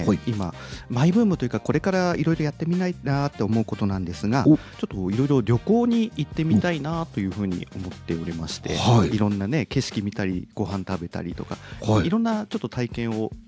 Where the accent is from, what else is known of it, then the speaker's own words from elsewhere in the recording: Kesennuma, Miyagi, Japan; 出身はですね、唐桑町なんですけども、はい、そこ の松畑っていう地